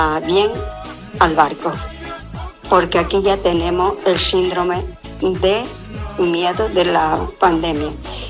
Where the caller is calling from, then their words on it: Canary Islands, Spain; nosotros los canarios, a veces cuando le hacen falta, somos españoles. Y cuando no, somos europeos.